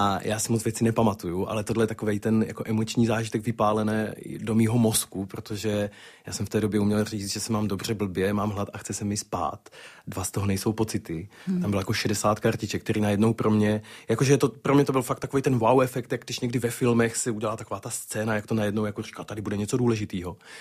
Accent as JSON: {"language": "Czech", "region": "Zlín Region", "country": "Czechia", "said": "A já jsem kluk z Valašska"}